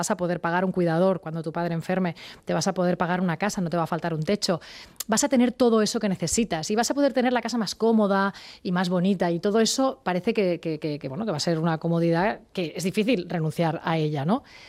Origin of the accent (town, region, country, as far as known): Sant Feliu de Llobregat, Catalonia, Spain